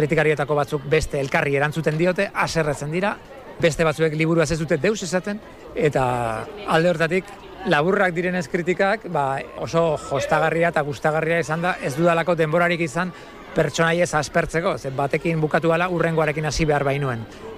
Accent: San Sebastián, Basque Country, Spain; born there; also born or lived in Lasarte; Donostiarra naiz izatez, Lasarten jaioa, baina Donostian dara matzatu 30 urte baino gehiago.

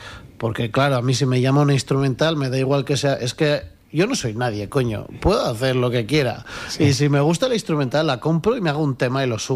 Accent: Pamplona, Navarre, Spain; Yo soy de La Chantrea, ahora mismo vivo allá

